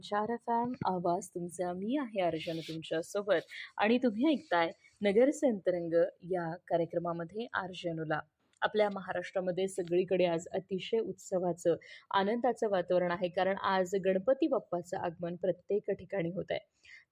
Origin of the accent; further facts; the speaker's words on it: Ahmednagar, Maharashtra, India; मी मूळची नगरचीच आहे आणि नगरमध्येच माझं बालपण गेलेलं आहे, माझं शिक्षणही नगरमध्येच झालेलं आहे, माझी कर्मभूमी जन्मभूमी ही नगरच आहे.